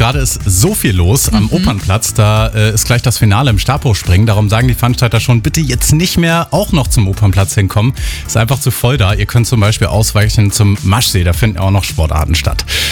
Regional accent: Hanover, Lower Saxony, Germany; weil ich als Hannoveraner bin ja sehr daran oder mir ist das wichtig, dass Leute auch mal das echte Hannover kennenlernen.

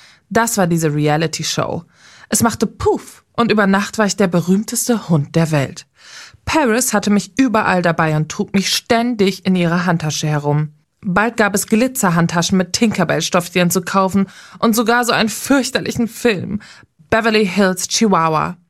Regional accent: Athens, Attica, Greece; Ich komme aus Griechenland. Ich wurde in Athen geboren.

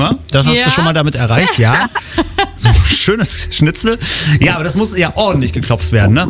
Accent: Saxony, Germany; Ich komme aus Sachsen, da legt man eine Sardelle oben drauf wahrscheinlich.

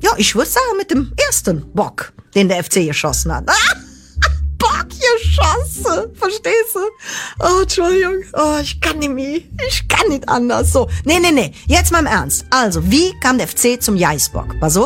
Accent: Cologne, North Rhine-Westphalia, Germany; der Zirkus baute sich ein Winterquartier im schönen Kölle. Oh. Kölle. Wenn ich so an mein Heimat denke

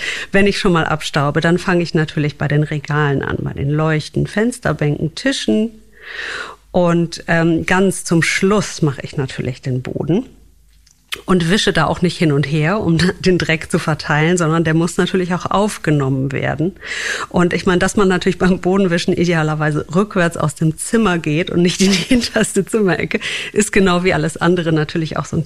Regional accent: Wuppertal, North Rhine-Westphalia, Germany; Also dieses Einweichen, bis es sauber ist, ne, das nannte man in meiner Heimat Wuppertal Reinweichen.

